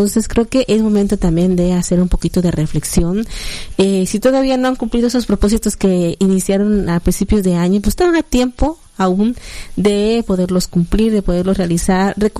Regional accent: Mexico; como buenos mexicanos estamos pendientes de todo lo que acontece

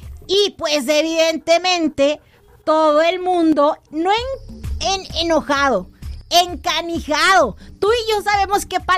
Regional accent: Mexico; Ay, así somos los mexicanos de impuntuales

